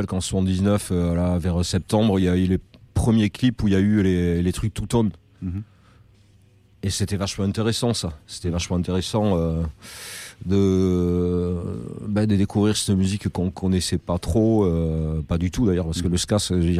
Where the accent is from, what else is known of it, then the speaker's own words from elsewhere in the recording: Nouvelle-Aquitaine, France; also born or lived in Bayonne; je viens du sud des Landes, et du sud-sud des Landes, autour de la Dour, quoi, et... Donc j'étais môme vers Haussegor, Cabreton, dans ce coin-là. Et on était tourné vers Bayonne, qui était la ville